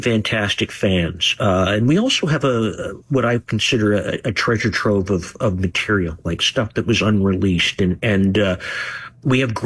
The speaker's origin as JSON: {"language": "English", "town": "Kingston", "region": "Ontario", "country": "Canada", "tie": "born or raised there", "said": "because I was a kid growing up in Kingston and I knew what it meant to have a big rock band come through my town in January and February."}